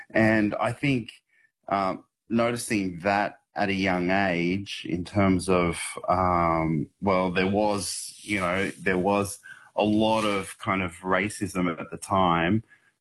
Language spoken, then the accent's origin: English; Bourke, New South Wales, Australia; Growing up in Bourke, I loved my community, my family.